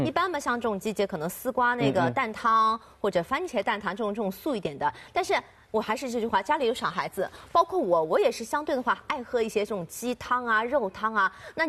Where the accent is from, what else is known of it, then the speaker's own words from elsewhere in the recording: Shanghai, China; 我作为上海人的话，我们吃的比较清淡